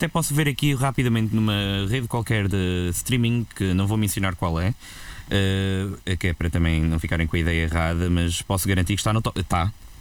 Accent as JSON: {"language": "Portuguese", "town": "Vila Verde da Raia", "region": "Norte", "country": "Portugal", "tie": "born or raised there", "said": "A minha terra, pessoalmente, Vila Verde da Raia, é no fundo de um vale também."}